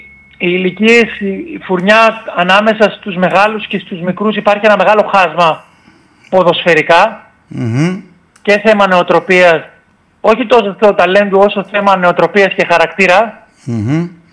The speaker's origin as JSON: {"language": "Greek", "town": "Giannitsa", "region": "Central Macedonia", "country": "Greece", "moved": "yes", "said": "ήμουν από τα Γεννητσά, τον νόμο Πέλλας."}